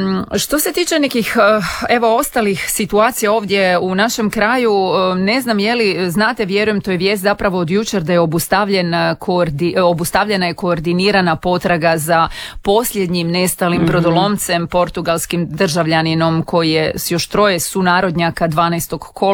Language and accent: Croatian; Primorje-Gorski Kotar County, Croatia; kod nas u Primorju